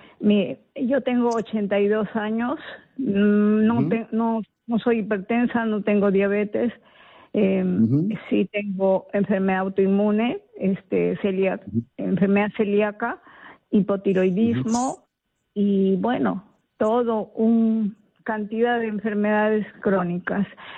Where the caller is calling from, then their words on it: Chepén, La Libertad, Peru; yo vivo en Chepén